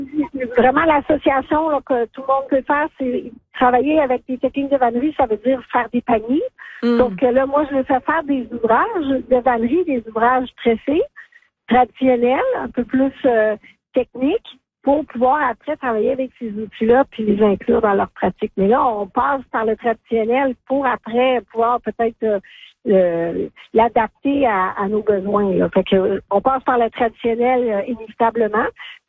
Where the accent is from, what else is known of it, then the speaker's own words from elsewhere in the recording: Quebec, Canada; moi, je viens des Laurentides, j'habite à Val-David, fait que je me suis déplacée.